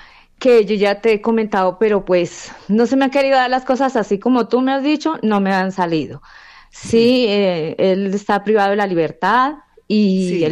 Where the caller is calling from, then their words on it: Bogotá, Colombia; en Bogotá